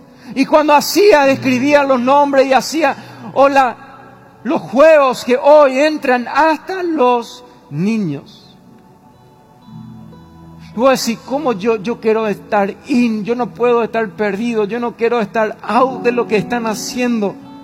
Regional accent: Paraguay; Soy paraguayo, raza guaraní. Más paraguayo que la mandioca.

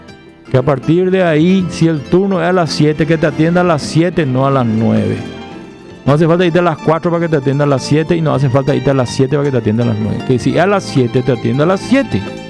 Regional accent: Paraguay; tenemos pila como paraguayo

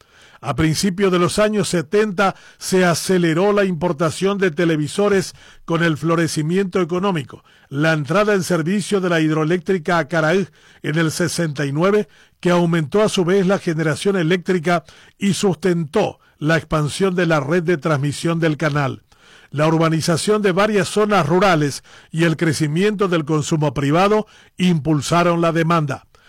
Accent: Paraguay; sino como una reafirmación de nuestra identidad como paraguayos.

